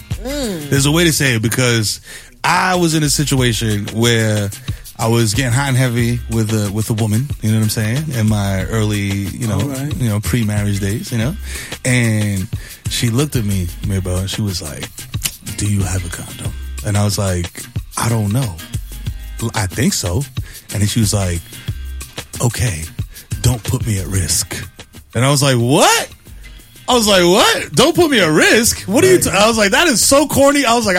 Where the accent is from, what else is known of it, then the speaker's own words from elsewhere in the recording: United Kingdom; I'm British, innit? Shout out to all my British people locking in with us internationally.